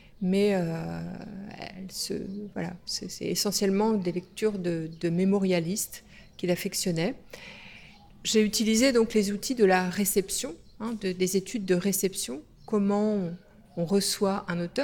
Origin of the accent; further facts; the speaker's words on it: Brittany, France; moved away as an adult; now in Grenoble, France; Et ben moi, ça fait bientôt 36 ans que j'habite à Grenoble. Je viens d'un pays plutôt de la mer. Je viens de Bretagne, hein, mes racines sont bretonnes.